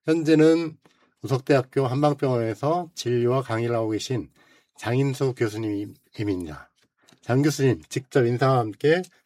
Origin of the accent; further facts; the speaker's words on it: Seoul, South Korea; moved away as an adult; now in Jeonju, South Korea; 서울에서 나고 자랐고 대략 20년은 서울에서 보냈고 그리고 이제 아까 말했던 캠퍼스에서의 그 시절 이래 40년은 전주에서 살고 보내고 있는 전주인이라고 할 수 있을 텐데요.